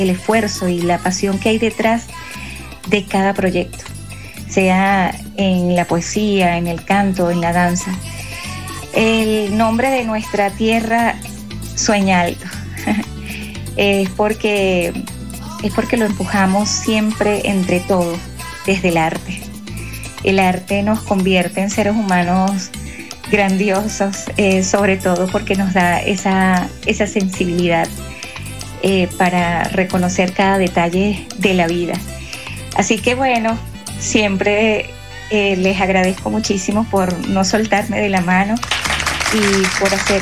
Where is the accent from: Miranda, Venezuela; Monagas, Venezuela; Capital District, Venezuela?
Monagas, Venezuela; mi tierra amada. Monagas es donde empezó toda mi carrera artística, la tierra que me dio la sensibilidad y las ganas de crear antes de que supiera qué camino tomaría.